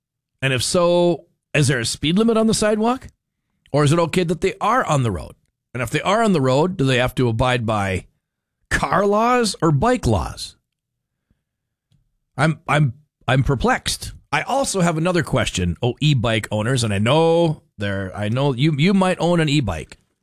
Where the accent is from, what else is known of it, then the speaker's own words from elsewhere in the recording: Fargo, North Dakota, United States; I grew up in Fargo. So growing up in Fargo, we didn't have any hills.